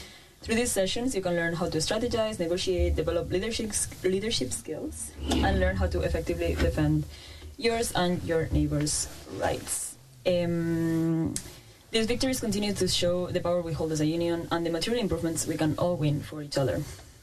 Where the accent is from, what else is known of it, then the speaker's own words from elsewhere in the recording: Barcelona, Catalonia, Spain; I grew up in Barcelona, and this is like a massive song in the left.